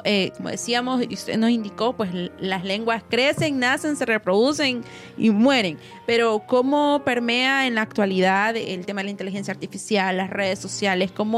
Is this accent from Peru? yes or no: no; Honduras; como español de Honduras no tenemos marca